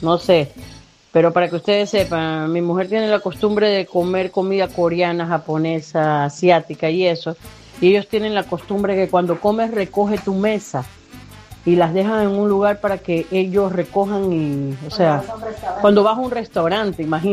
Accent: Ecuador; Y yo que soy ecuatoriana y mi casa, donde yo hago, donde yo como, lo que yo ocupo, yo lo recojo y lo boto.

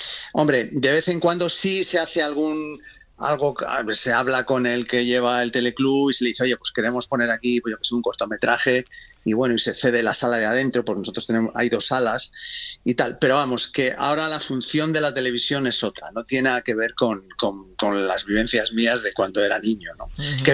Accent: Spain

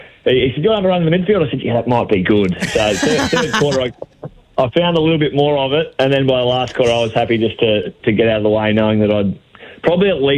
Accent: Shepparton, Victoria, Australia; I'm from Shepparton originally, played 4 games up in Shep for my junior club

